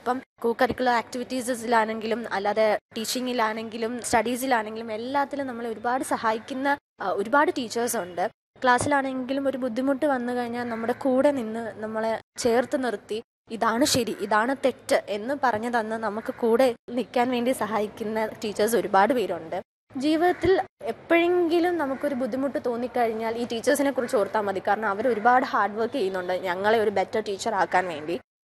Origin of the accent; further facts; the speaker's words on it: Thiruvananthapuram, Kerala, India; ഞാൻ തിരുവനന്തപുരം സ്വദേശിനിയാണ്.